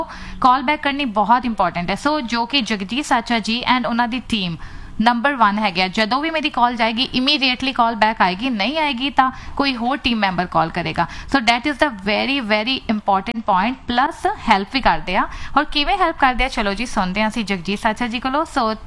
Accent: Kolkata, West Bengal, India; born there; ਸੋ ਮੈਂ ਆਪਣੀ ਗੱਲ ਦੱਸਦੀ ਜਦੋਂ ਮੈਂ ਛੋਟੀ ਹੁੰਦੀ ਸੀ ਮੇਰਾ ਬਰਥ ਵੈਸਟ ਬੰਗਾਲ ਕੋਲਕਾਤਾ ਦੇ ਲਾਗੇ ਹੋਇਆ.

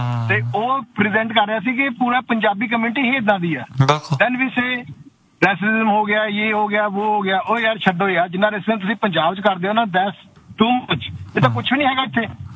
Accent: Punjab, India; ਮੈਂ ਵੀ ਪੰਜਾਬੀ ਹਾਂ

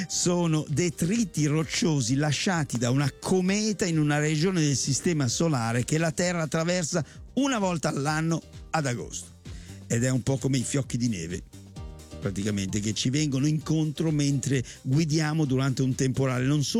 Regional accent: Canada; essendo canadese sono un membro del Commonwealth. Sotto i 30 forse si parla di centimetri, ma di età, ahimè, siamo al di là.

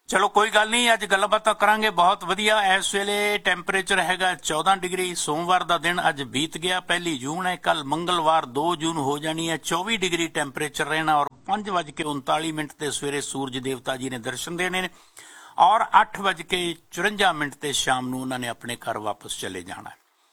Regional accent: Punjab, India; ਅਸੀਂ ਪੰਜਾਬ ਤੋਂ ਆਏ ਹਾਂ ਤੇ 13,000-14,000 ਕਿਲੋਮੀਟਰ ਦੀ ਦੂਰੀ ਤੇ ਬੈਠੇ ਹਾਂ। ਅਸੀਂ ਆਪਣੇ ਪੰਜਾਬੀ ਕਲਚਰ ਨੂੰ, ਪੰਜਾਬੀ ਸੱਭਿਆਚਾਰ ਨੂੰ, ਪੰਜਾਬੀ ਮਾਂ ਬੋਲੀ ਨੂੰ ਵੀ ਨਾਲ ਹੀ ਲੈ ਕੇ ਆਏ ਹਾਂ।

